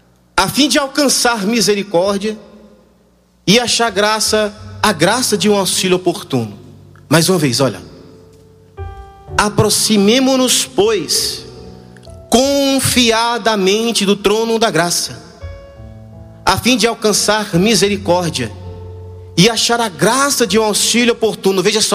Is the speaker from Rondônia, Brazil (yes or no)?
no; Pernambuco, Brazil; moved away as an adult; now in São José dos Campos, Brazil; Sou pernambucano, viu? Sou pernambucano.